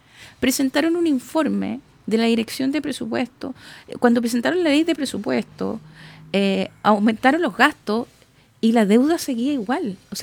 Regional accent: Los Lagos, Chile; de mi tierra querida, la región de Los Lagos.

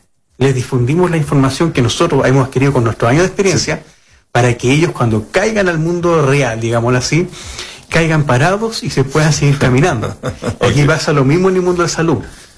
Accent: Quirihue, Ñuble, Chile; moved away; Yo soy de Quirihue. Entonces, como amante de la región de Ñuble, quise volver a mi región

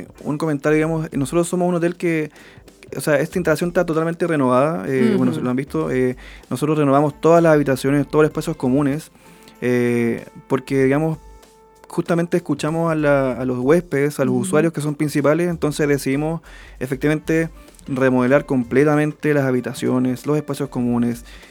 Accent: Antofagasta, Chile; moved away as an adult; now in Cascada, Chile; Yo soy de Antofagasta.

